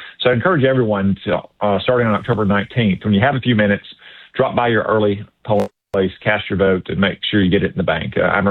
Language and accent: English; Arkansas, United States